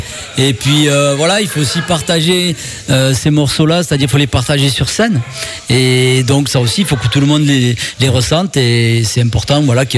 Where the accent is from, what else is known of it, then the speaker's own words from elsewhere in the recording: South-West France, France; nous c'est sud-ouest